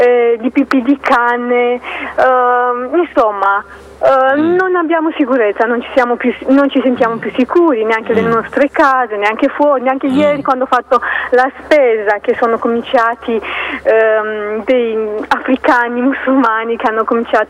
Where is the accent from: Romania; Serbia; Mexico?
Romania; Italian is a second language; No, assolutamente, io sono dalla Romania e vi posso dire che Romania è il paese più ricco dall'Unione Europea